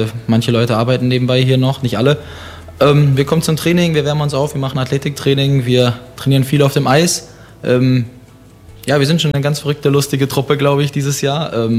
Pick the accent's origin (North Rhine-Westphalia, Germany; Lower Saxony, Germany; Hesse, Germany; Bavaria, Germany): North Rhine-Westphalia, Germany; Bielefeld; born there; also born or lived in Cologne; now in Braunlage, Germany; bin gebürtig in Bielefeld aufgewachsen, habe da meine ersten Schritte auf dem Eis gemacht in Herford, Bragwede, bin dann nach Köln gezogen in eine Großstadt